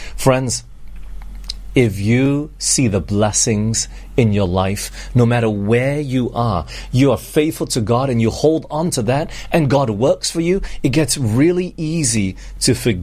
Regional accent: Malaysia; also born or lived in Singapore / Penang, Malaysia / England; I was born in Singapore. I'm actually Malaysian, but I was born in Singapore, and right after that we moved back to Malaysia here. We were in Penang for 2 years, and then after that we moved to England for 5 years.

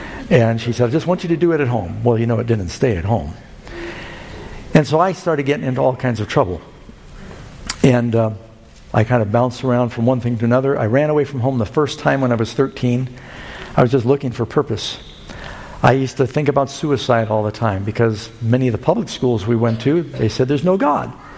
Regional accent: New York City, New York, United States; also born or lived in Burbank, California; Now, I grew up mostly in New York City. I'm born in Southern California, in Burbank. I grew up Mom moved to New York City after she divorced Dad.

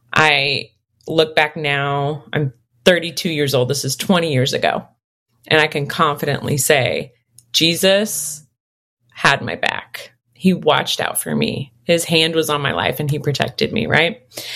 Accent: Biloxi, Mississippi, United States; And I'm from Biloxi, Mississippi, which is like a coastal town in the South.

